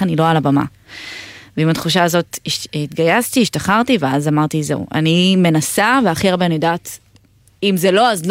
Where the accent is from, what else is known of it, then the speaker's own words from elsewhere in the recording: Petah Tikva, Central District, Israel; born there; also born or lived in Yehud; ועברנו לגור מפתח תקווה ליהוד בתיכון.